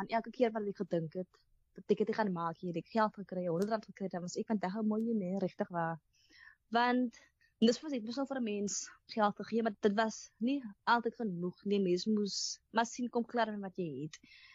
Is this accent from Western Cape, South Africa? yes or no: yes; Atlantis, Western Cape, South Africa; by die skool het hulle my gevra van waar is ek, en sê, ek is van Atlantis, ek bly in Island Place, ek bly die kort